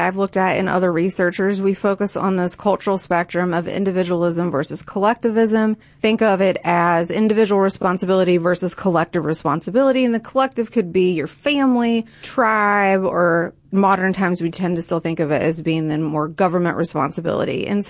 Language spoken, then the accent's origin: English; Gallipolis Ferry, West Virginia, United States; So I grew up in West Virginia, right on the Ohio River, so in a small town called Gaplis Ferry, West Virginia, and, you know, growing up looking at Ohio.